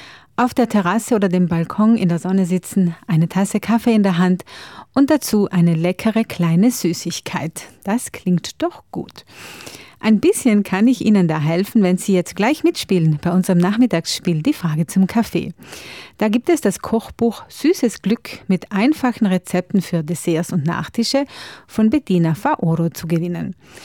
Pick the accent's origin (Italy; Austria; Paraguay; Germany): Italy; Algund, South Tyrol; aus Südtirol, aus meiner Heimatgemeinde Allgund